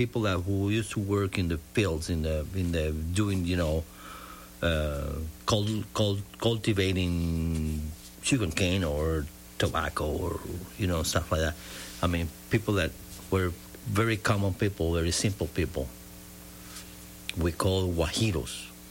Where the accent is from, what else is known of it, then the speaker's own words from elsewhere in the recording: San Luis, Santiago de Cuba, Cuba; English is a second language; moved away; I was born in Santiago de Cuba, so in a little town called San Luis, in the middle of music and dance